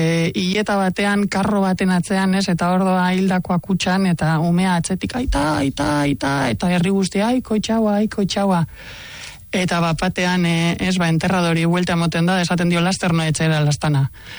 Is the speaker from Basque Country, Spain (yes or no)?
yes; Amorebieta-Etxano, Basque Country, Spain; nire Zornotza, nire herrian